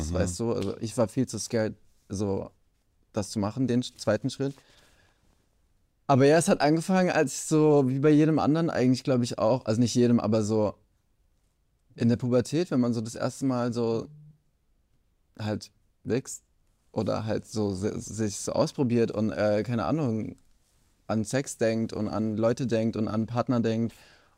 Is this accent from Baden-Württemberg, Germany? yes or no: yes; Freiburg, Baden-Württemberg, Germany; now in Berlin, Germany; Ich komme eigentlich aus Freiburg, bin nach Berlin gezogen